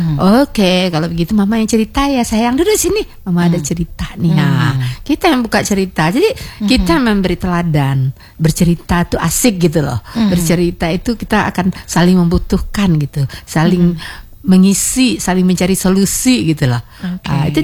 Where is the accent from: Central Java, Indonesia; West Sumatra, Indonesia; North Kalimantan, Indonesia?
West Sumatra, Indonesia; Kita ini ya, adalah manusia yang religius, kita orang Minang.